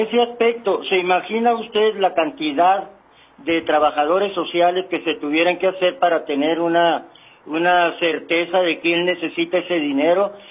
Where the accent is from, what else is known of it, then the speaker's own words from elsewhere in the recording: Mexico; Todos somos mexicanos, todos tenemos ese derecho.